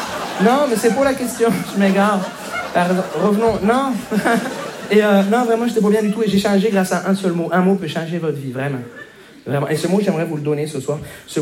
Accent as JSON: {"language": "French", "town": "Montreal", "region": "Quebec", "country": "Canada", "said": "je viens de Montréal."}